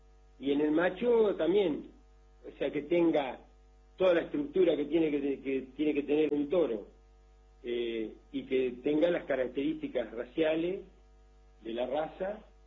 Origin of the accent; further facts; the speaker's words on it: Benito Juárez, Buenos Aires Province, Argentina; also born or lived in Necochea; Mirá, yo nací en Necochea, ah, una familia trabajadora, y a los 8 años a mi padre lo trasladan a Juárez